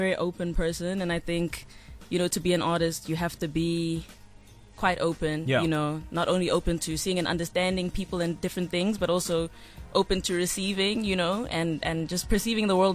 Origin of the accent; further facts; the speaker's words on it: Zimbabwe; moved away as an adult; also born or lived in Cape Town, South Africa; now in Johannesburg, South Africa; I'm actually originally not from South Africa, so I'm originally from Zimbabwe. And yeah, I started studying in Cape Town in 2017. And yeah, I spent like 6 years there